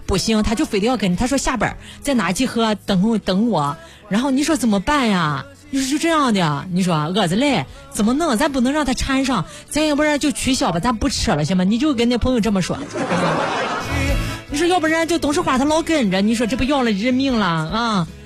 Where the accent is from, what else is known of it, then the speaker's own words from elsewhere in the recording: Shandong, China; first language Shandong dialect; now in Xuzhou, China; 家乡话是徐州话。彭城语是，家乡话是山东话，我生在山东的一个小山村，那里有我的父老乡亲，哎，徐州是我的第二故乡，我是个新徐州人，我的老家是山东，